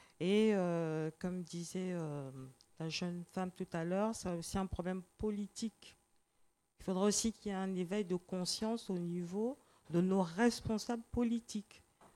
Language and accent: French; Gabon; Et moi, je suis originaire du Gabon